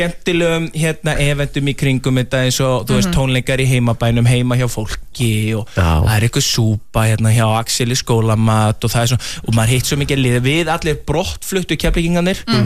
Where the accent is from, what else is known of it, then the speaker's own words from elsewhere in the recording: Keflavík, Southern Peninsula, Iceland; Ég er náttúrulega keppíkingur, sko. Ég er fæddur og uppalinn í Sönni Kef.